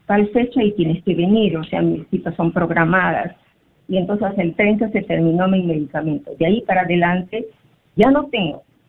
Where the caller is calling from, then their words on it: Rodríguez de Mendoza, Amazonas, Peru; Estoy llamando Rodríguez de Mendoza de Amazonas.